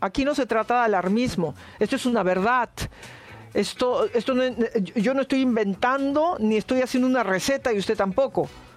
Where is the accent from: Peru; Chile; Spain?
Peru; había un cabecilla en mi país y era un compatriota nuestro